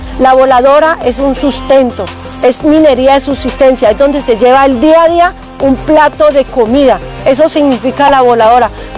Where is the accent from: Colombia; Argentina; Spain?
Colombia; Muzo, Boyacá; Yo soy huaquera la de 7 años. Yo soy nacida y criada en Muso, Boyacá, en la capital mundial de la esmeralda.